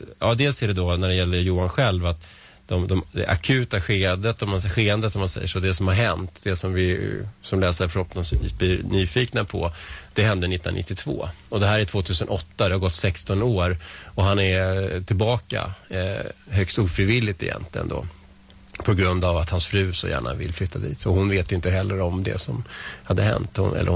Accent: Vällingby, Stockholm County, Sweden; also born or lived in Strängnäs; now in Nacka, Sweden

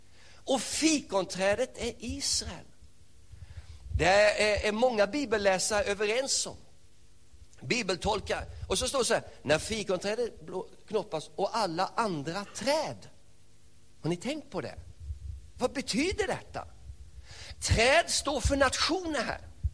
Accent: Småland, Sweden; now in Hälsingland, Sweden; jag kommer från Småland. Jag bor uppe i Hälsingland sedan början på 70-talet.

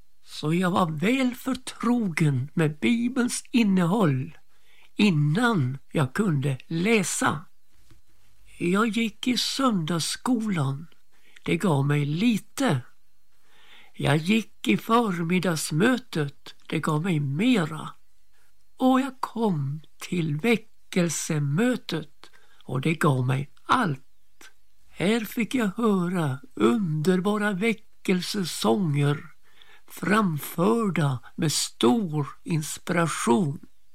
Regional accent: Öland, Kalmar County, Sweden; Jag kom från Öland till Kalmar för att gå på yrkesskola och lära mig radio- och tv-teknik.

